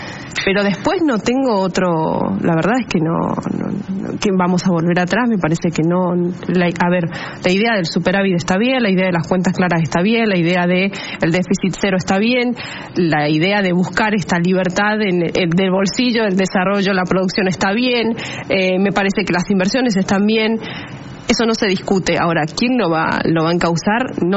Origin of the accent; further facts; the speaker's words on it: Las Heras, Mendoza, Argentina; Exactamente, en Las Heras.